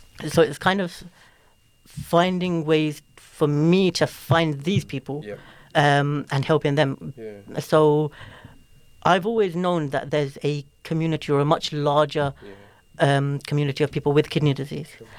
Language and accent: English; Luton, East of England, United Kingdom; I mention that I'm from Luton